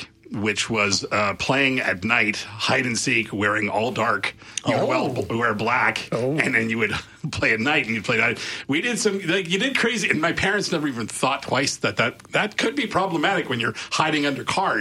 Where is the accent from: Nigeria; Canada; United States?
Canada; Montreal, Quebec; moved away; I grew up in Montreal